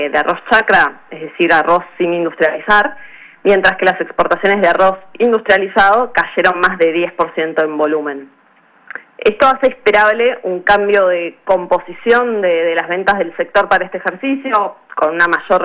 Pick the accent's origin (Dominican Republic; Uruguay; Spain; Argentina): Uruguay